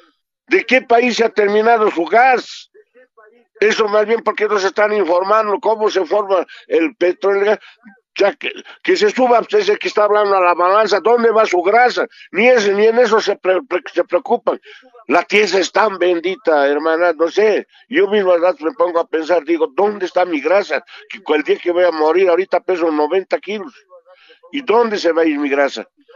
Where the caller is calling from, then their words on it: Bolivia; nosotros los bolivianos, que somos los bolivianos